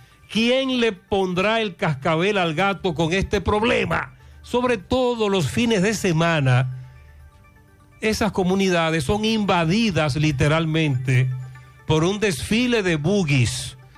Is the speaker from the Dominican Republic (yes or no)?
yes; Dominican Republic; un servidor nació y se crió hasta los 19 años en esa calle, muy cerca de donde ocurrieron estos robos en el día de hoy. Eché los dientes ahí, es decir, nacido y criado en esa calle